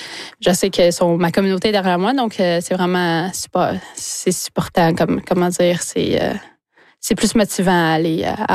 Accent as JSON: {"language": "French", "town": "Wemotaci", "region": "Quebec", "country": "Canada", "tie": "born or raised there", "said": "Nous, quand j'ai grandi à Ouamantachie, justement, où on avait mon père et il faisait... une glace de rare chez nous, dans notre cour arrière."}